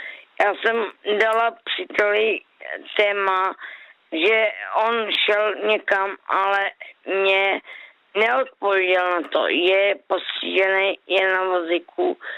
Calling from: Brno, South Moravian Region, Czechia; z Kralopole.

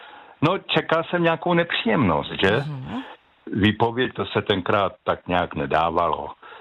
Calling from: Central Bohemian Region, Czechia; Dobrý večer … jsem ze Středočeského kraje.

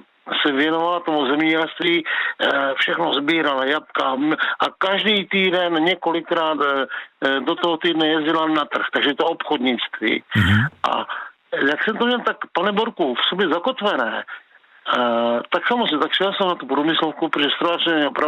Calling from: Uherské Hradiště, Zlín Region, Czechia; já jsem z Uherského Hradiště.

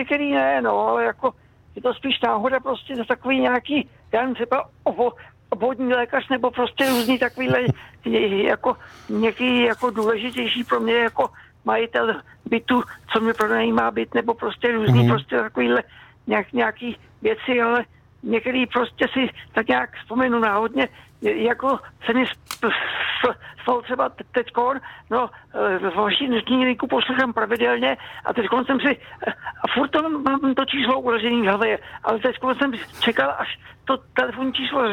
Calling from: Prague, Czechia

